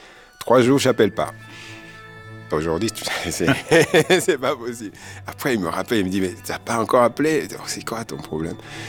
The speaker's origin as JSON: {"language": "French", "country": "France", "said": "Donc, il a vérifié, je suis français, je venais de faire mon service, ça tombe bien."}